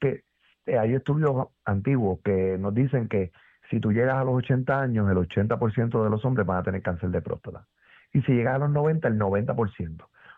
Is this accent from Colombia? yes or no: no; Puerto Rico; Los puertorriqueños tenemos una incidencia, somos los latinos, con la incidencia de cáncer de próstata más alta